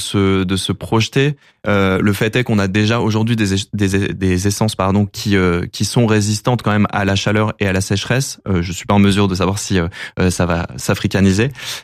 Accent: the Alps, France; Moi, je peux en parler personnellement. Je viens des Alpes.

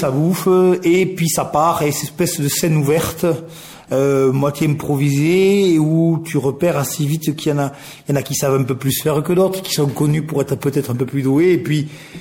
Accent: Decazeville, Occitanie, France; born there; Alors, je suis né dans l'Aveyron, à Decazeville.

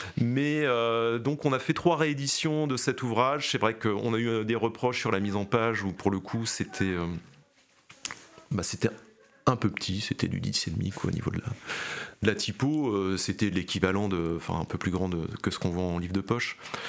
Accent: Normandy, France; born there; je suis né dans la Manche

